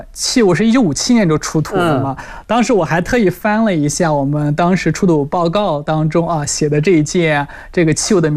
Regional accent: southern China, China; 可能我是南方人

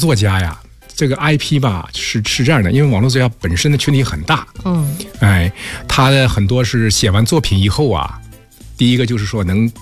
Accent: Wenzhou, Zhejiang, China; also born or lived in Liaoning; now in Huairou, Beijing, China; 我老家是温州的，我一直在辽宁。

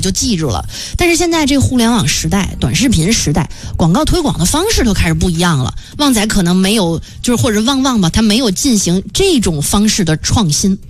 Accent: China

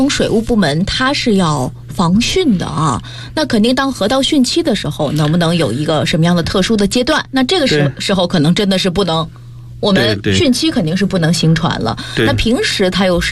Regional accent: China; 就我们中国人说的狗刨。

